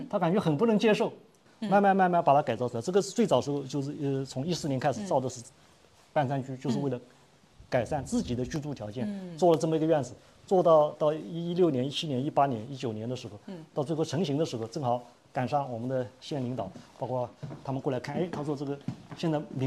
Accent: Jiangnan, China; 在我们江南地区

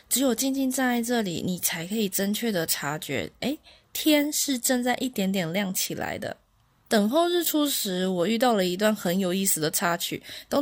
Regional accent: Taiwan; 再一路向西，慢慢照亮大陆的山川、平原，也会照到海峡对岸我的家乡。

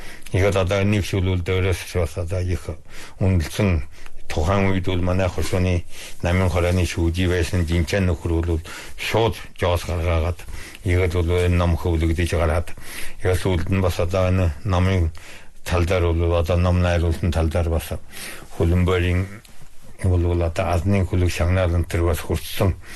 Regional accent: Inner Mongolia, China; Нэг манай нэг үндэстэн ястны бол одоо 1734 оноос баг 8 хошуу хөлөмбөрийн тал нутагт ирээд одоо ихэд орогнон суугаад 280 гэдэг жил болж байна. Одоо 290 шахуу жил болж байна.

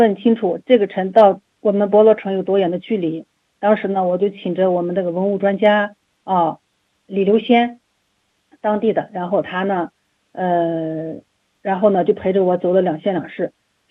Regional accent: Urumqi, Xinjiang, China; 我是在咱们新疆北疆长大的，是在乌鲁木齐长大的。

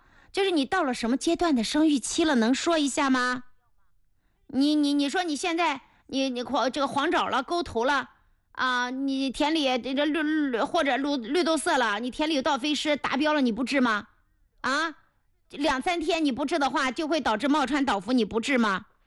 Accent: Suixi, Anhui, China; 我这个睢溪、淮北睢溪的，今年雨后的小麦是1.1

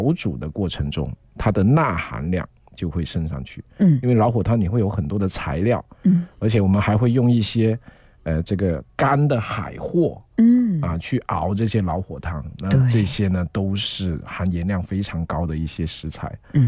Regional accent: Guangdong, China; 像我们潮汕人也好，广东人也好，我们做饭很讲究

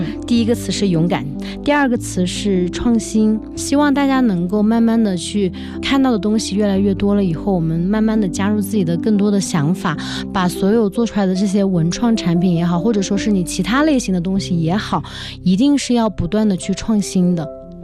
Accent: Hunan, China; moved away as an adult; now in Lhasa, China; 虽然说家里面平时藏餐吃的也挺多的，但是我毕竟从小在湖南长大吧

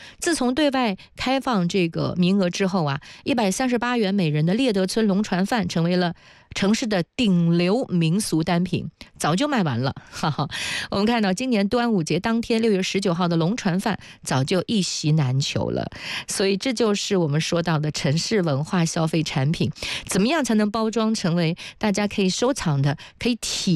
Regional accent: Jiangsu-Zhejiang, China

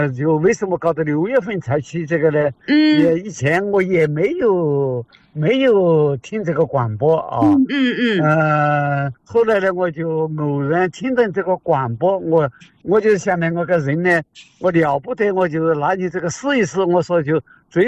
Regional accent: Shaoyang, Hunan, China; moved away; 我老家是邵阳的

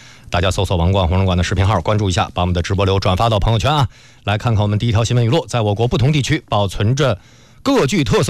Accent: China; 这我们中国人都很熟悉了

